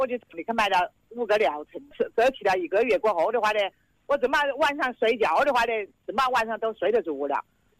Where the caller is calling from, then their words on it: Wuhan, Hubei, China; 我是武汉市的江岸区的。